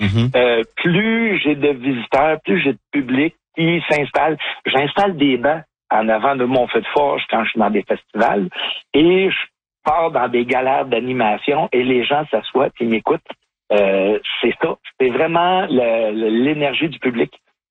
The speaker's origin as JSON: {"language": "French", "region": "Quebec", "country": "Canada", "tie": "born or raised there", "said": "J'ai grandi dans les Basses-Laurentides et autour de Saint-Eustache"}